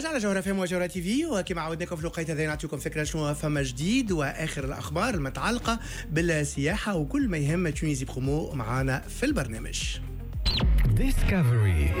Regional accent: Tunisia; شنو عندنا في تونس اللي ما عندوش الامكانيات باش يسافر لبرا

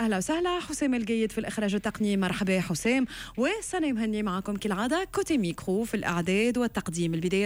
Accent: Tunisia

